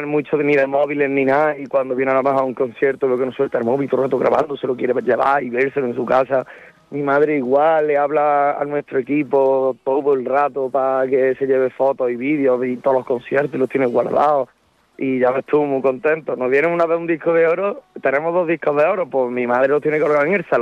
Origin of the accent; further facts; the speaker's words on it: Córdoba, Andalusia, Spain; Que suena raro porque los cordobeses siempre vamos a Málaga, yo de chico siempre estoy en Málaga, en Pedirola, en Torremolinos. Es como un pueblo más de Córdoba